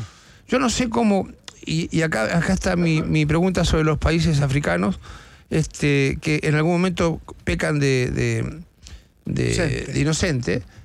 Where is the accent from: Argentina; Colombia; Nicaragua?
Argentina; now in Chile; pero vos fíjate que yo siendo argentino, ¿ustedes me escucharon alguna vez decir che a ustedes?